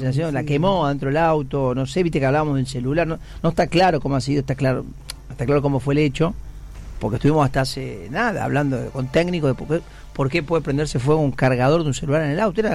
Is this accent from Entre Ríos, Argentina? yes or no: yes; Hernandarias, Entre Ríos, Argentina; en mi pueblo somos 11.000 habitantes, Hernandarias, en Entre Ríos, nos conocemos todos.